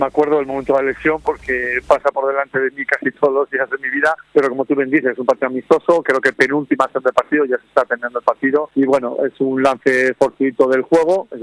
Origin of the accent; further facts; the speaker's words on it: Los Corrales de Buelna, Cantabria, Spain; also born or lived in Torrelavega; Sí, eso es. Nací en Torrelavega y rápidamente me fui a los Corrales de Buelna, cuna del balonmano también.